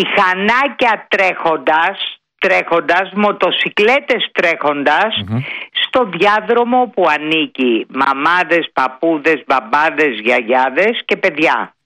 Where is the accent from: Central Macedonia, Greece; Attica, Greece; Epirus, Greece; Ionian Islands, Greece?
Attica, Greece; Athens; εγώ μεγάλωσα και στο Ζάπιο.